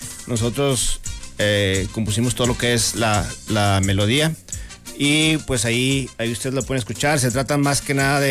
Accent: Saltillo, Coahuila, Mexico; Y también ya originario de aquí de Saltillo

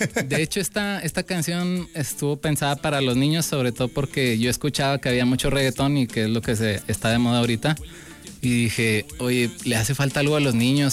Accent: Saltillo, Coahuila, Mexico; also born or lived in Monclova / Monterrey; Nací en Monclova, mi papá es de aquí de Saltillo, mi mamá es de Monclova.

